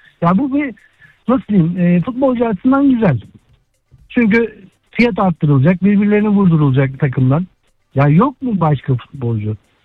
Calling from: Istanbul, Turkey; İstanbul'dan arıyorum.

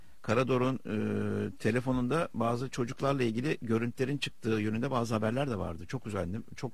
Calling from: Antalya, Turkey; Günaydın Aygün Bey. … ben Antalya'dan.

